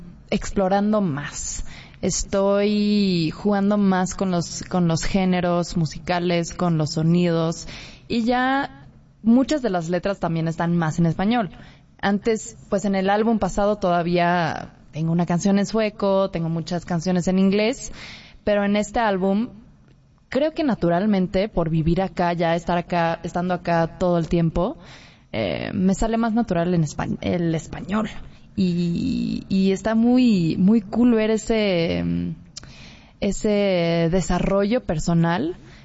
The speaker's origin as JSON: {"language": "Spanish", "country": "Mexico", "said": "Siendo mexicana y no hablar en español, me hizo dudar mucho en esa identidad mía, que era, yo soy mexicana, pero ¿y entonces por qué?"}